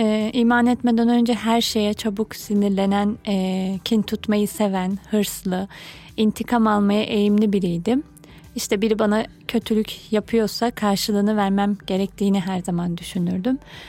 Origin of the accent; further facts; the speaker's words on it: Kahramanmaraş, Turkey; 29 yaşındayım. Evliyim, Kahramanmaraşlıyım.